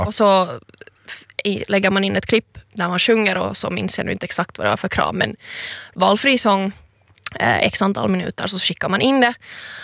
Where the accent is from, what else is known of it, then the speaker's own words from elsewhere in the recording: Helsinki, Uusimaa, Finland; also born or lived in Espoo; är 22 år gammal, uppvuxen i Helsingfors, född i Esbo.